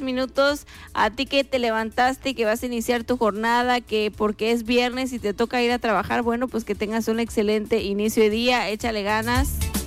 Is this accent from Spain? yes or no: no; Mexico; así somos los mexicanos